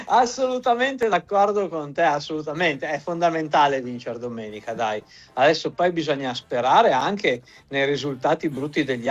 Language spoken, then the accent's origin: Italian; Piedmont, Italy; siamo piemontesi